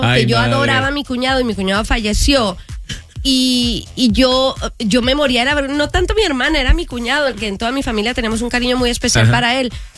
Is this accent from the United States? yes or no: no; Ciudad Juárez, Chihuahua, Mexico; Supero, cuidado, que soy de Juárez.